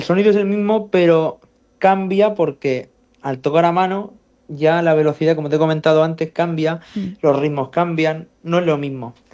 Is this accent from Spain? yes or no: yes; Rojales, Valencian Community, Spain; yo soy de Rojales